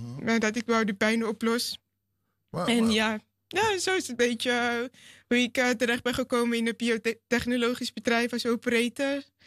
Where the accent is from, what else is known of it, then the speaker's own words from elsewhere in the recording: Amsterdam, North Holland, Netherlands; also born or lived in Suriname; En ik kom natuurlijk wel geboren in Suriname, opgegroeid in Amsterdam-Oost.